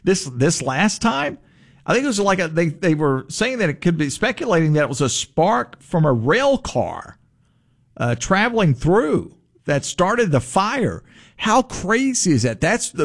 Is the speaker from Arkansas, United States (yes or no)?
yes; Crossett, Arkansas, United States; I grew up in Crossett, and they're dealing with forest fires again.